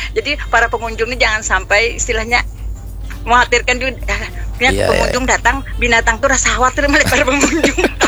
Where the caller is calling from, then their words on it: Banjarmasin, South Kalimantan, Indonesia; kami itulah sebagai warga Banjarmasin